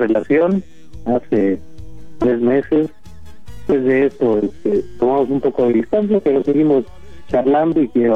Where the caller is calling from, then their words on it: Toluca, State of Mexico, Mexico; No, pues yo te escucho de aquí, de San Antonio Buenavista, en la puerta para llegar a mi pueblo, justamente aquí en Toluca.